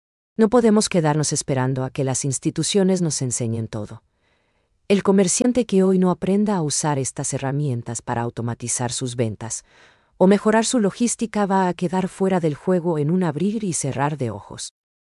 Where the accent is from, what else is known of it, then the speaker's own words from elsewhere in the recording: Paraguay; nosotros como paraguayos